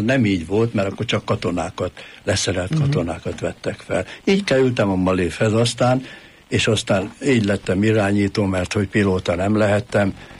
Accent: Zala, Hungary; Igen, én falu helyen nevelkedtem, mert bennünket kiraktak annak idején az illetékesek. Hortobágyon már nem volt hely, úgyhogy Göcsejbe, egy kis zsákfaluba, erdő szélére

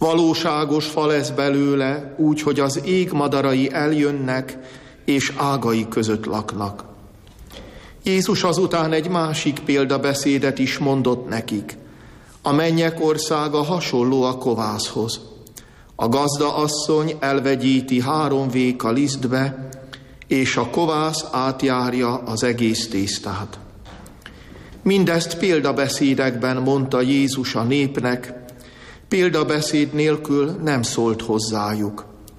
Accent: Matúškovo, Trnava Region, Slovakia; born or raised there

